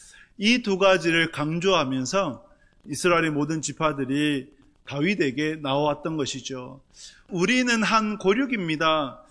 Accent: Gyeongsang, South Korea; 살아봐도 경상도 사람은 티를 못 벗어요. 제가 어느 날 뭐 물건을 산다고 뭐 이제 얘기하는데 저한테 묻더라고요. 경상도 출신이죠? 예, 묻더라고요.

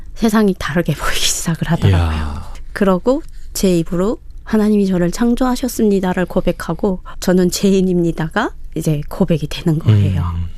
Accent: North Korea; born there; 지금부터 감사하는 삶을 내가 살아가는 게 내가 자네로서의 도리구나를 그때 이제 느껴서 북한에서 태어난 게

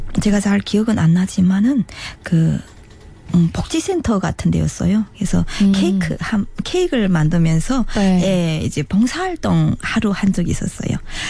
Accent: North Hamgyong, North Korea; moved away as an adult; now in Suwon, South Korea; 남한 정착 1년차 함경북도가 고향인

